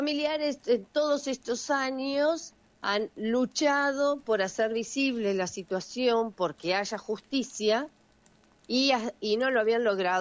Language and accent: Spanish; San Andrés, Buenos Aires Province, Argentina; en mi barrio, en el lugar de donde yo nací.